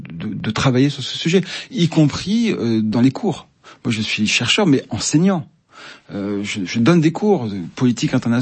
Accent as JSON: {"language": "French", "country": "France", "said": "Et moi, je suis français"}